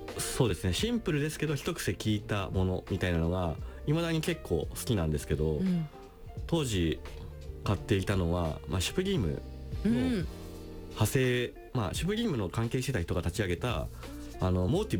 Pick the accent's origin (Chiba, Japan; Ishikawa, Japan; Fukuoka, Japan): Ishikawa, Japan; 石川県出身なんですけど、それで服を好きになって金沢まで服を見に行くようになって